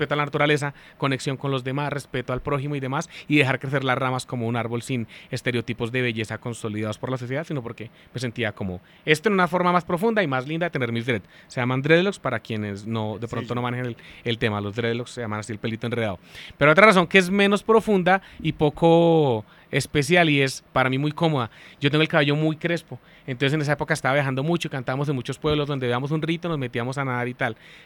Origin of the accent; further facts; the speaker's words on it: Bogotá, Colombia; Mi papá toca acordeón de manera empírica, él es de Bogotá también, y mis abuelos de Bogotá somos muy rolos